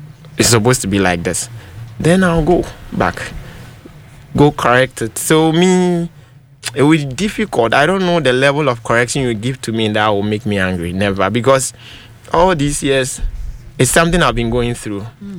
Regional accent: Abetifi, Eastern Region, Ghana; I'm a cool boy. I'm from Abitifi.

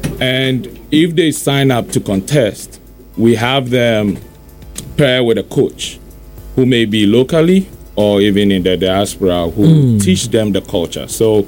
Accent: Ghana; Talinsi tribe, which is I grew up in Ghana.

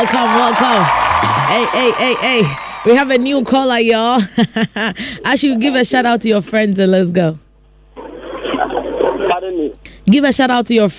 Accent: Wuhan, Hubei, China; I'm in here from Wuhan. And what is normal? I'm from Wuhan.

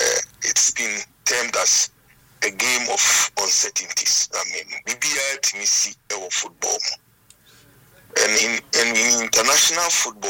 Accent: Ghana; as a Ghanaian

